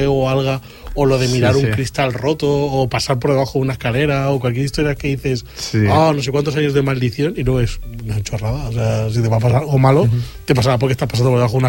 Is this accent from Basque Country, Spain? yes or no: no; Galicia, Spain; siendo gallego